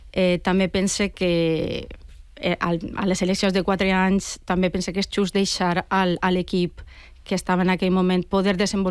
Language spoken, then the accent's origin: Catalan; Turís, Valencian Community, Spain; A la Societat Musical Turisense de Turís, jo sóc de Turís